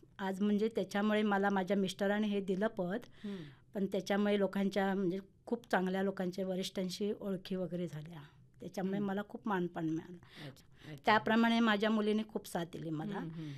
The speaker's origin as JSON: {"language": "Marathi", "town": "Rajapur", "region": "Maharashtra", "country": "India", "tie": "born or raised there", "moved": "as an adult", "lives_now": "Agave, Lanja, India", "said": "माझं माहेर राजापूर."}